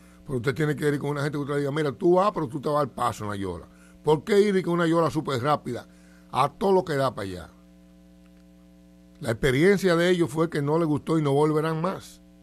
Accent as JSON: {"language": "Spanish", "town": "Nagua", "region": "María Trinidad Sánchez", "country": "Dominican Republic", "tie": "born there", "said": "yo tengo el orgullo de tener por allá, por mi tierra donde nací, playas hermosas. Como la Poza de Bojolo, Playa Los Gringos, Matancita, en Nagua."}